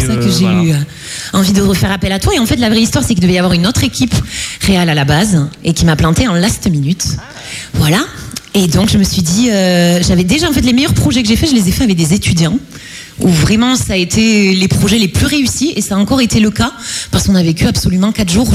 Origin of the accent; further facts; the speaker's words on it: Fleurance, Occitanie, France; moi j'ai grandi à Florence, mais ma famille est originaire de Saint-Clair.